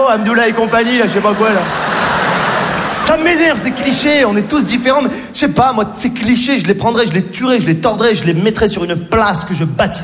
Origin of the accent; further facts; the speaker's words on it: Morocco; born there; Je suis né au Maroc. Ce qui est bien quand t'es marocain, quand tu vas aux States, si tu sais comment leur dire que t'es marocain en anglais, tu passes pour un américain.